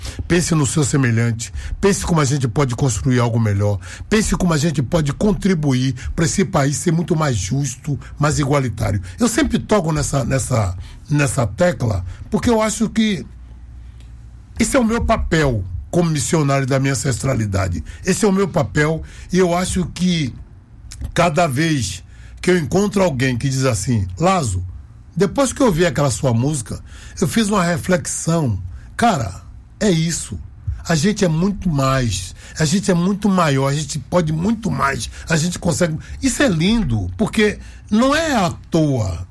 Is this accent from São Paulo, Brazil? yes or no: no; Bahia, Brazil; Eu sou da Bahia.